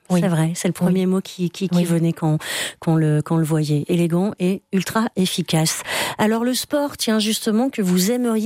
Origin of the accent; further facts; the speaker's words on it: France; c'est quelque chose, moi, qui me marque en tant que française.